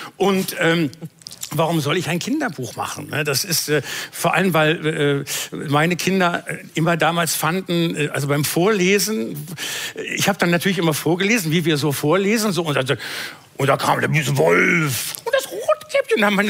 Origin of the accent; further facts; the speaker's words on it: Bielefeld, North Rhine-Westphalia, Germany; in meiner Heimatstadt Bielefeld